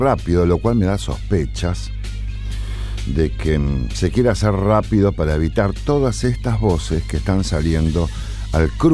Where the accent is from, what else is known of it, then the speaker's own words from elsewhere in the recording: Rosario, Santa Fe, Argentina; soy ciudadano de Rosario